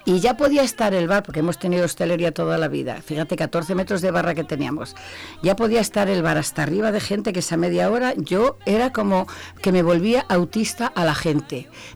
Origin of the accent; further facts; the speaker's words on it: Zamora, Castile and León, Spain; a todos los sitios que voy digo que soy de Zamora.